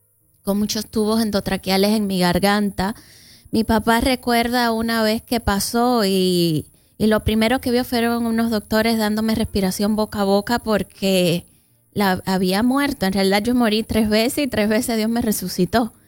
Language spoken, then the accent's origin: Spanish; Cuba; also born or lived in Placetas / Santa Clara; soy cubana.